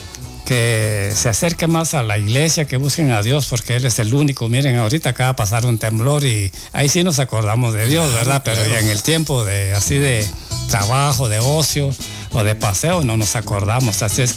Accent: Purulhá, Baja Verapaz, Guatemala; Pues yo vengo de Purulá y siempre los escucho allá, toda la programación.

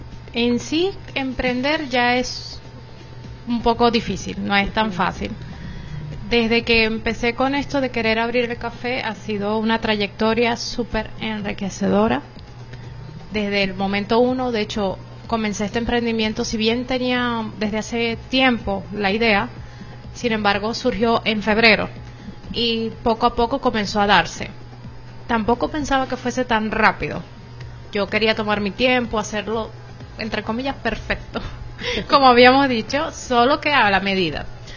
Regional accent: Venezuela; born there; also born or lived in Syria; yo nací en Siria. Me vine a Venezuela a mis 7 años.

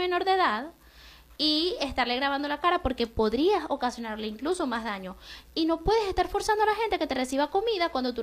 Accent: Venezuela; sobre todo como venezolanos, que a la mayoría nos duele lo que está ocurriendo allá al norte del país.

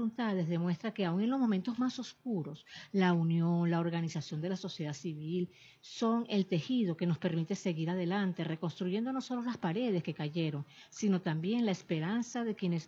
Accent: Venezuela; nos involucra a todos, como venezolanos

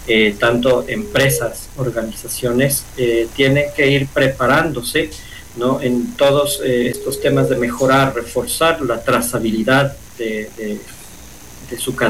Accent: Ecuador; a nosotros como ecuatorianos, al estar aquí

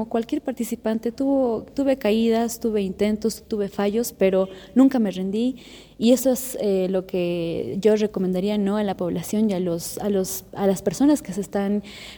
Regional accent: Bolivia; nosotros como bolivianos tenemos el deber también de poder rescatar nuestra cultura

